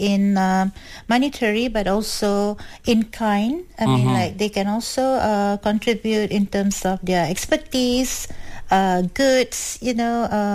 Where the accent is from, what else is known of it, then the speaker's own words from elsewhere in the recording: Pahang, Malaysia; Tourism Pahang joining. I am from Pahang actually.